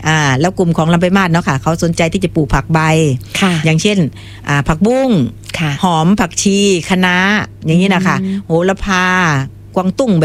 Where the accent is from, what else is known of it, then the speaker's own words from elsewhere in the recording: Chamni, Buriram, Thailand; ที่อำเภอชำนิจังหวัดบุรีรัมย์ค่ะตำบลเมืองยางค่ะ